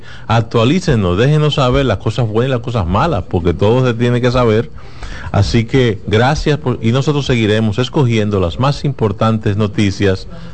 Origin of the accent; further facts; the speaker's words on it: Dominican Republic; Yo soy pura cepa dominicano.